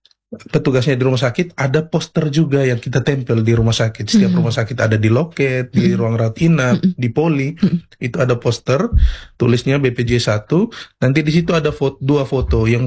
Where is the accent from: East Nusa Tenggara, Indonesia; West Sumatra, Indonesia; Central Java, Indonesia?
East Nusa Tenggara, Indonesia; Bajawa; moved away as an adult; also born or lived in Papua; now in Waikabubak, Indonesia; saya asli NTT Flores dari Bajawa.